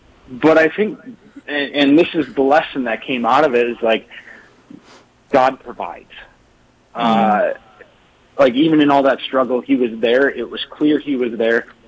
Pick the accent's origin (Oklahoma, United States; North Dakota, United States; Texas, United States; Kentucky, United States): North Dakota, United States; Dickinson; As you said … I grew up in Dickinson, Trinity School, all my life.